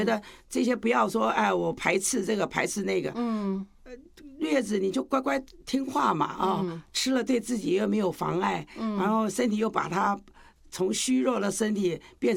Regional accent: Taiwan; 其实跟我们台湾人的做法是一模一样的

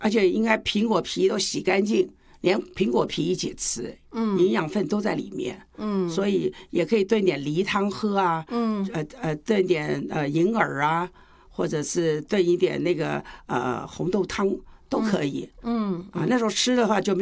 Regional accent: Taiwan; 其实跟我们台湾人的做法是一模一样的

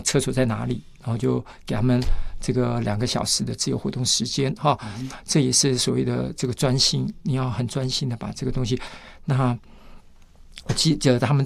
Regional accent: Taiwan; 是我们台湾人

